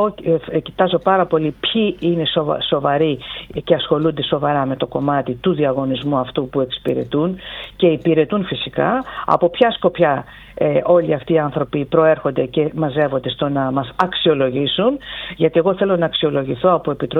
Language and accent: Greek; Volos, Thessaly, Greece; moved away; Δεν τυχαία το λέω σε σένα και στο Βόλο. Με μεγάλη συγκίνηση στην πατρίδα μου.